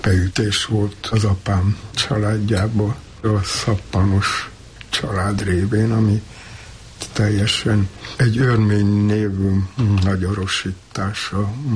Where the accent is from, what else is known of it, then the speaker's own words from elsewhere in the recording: Cluj-Napoca, Cluj County, Romania; moved away; én ott töltöttem el az egész gyermekkoromat, szóval ott minden követ ismertem az utcába